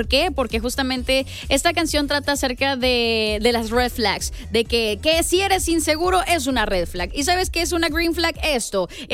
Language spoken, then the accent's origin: Spanish; Mexico; no solo somos los mexicanos que le deseamos lo mejor a la otra persona